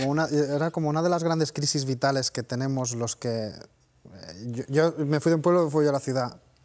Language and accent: Spanish; Valencian Community, Spain; Yo soy de la Marina Alta, que es una zona de Valencia que está muy de moda esto de que vengan extranjeros desde hace muchos años a comprar las casas de los pueblos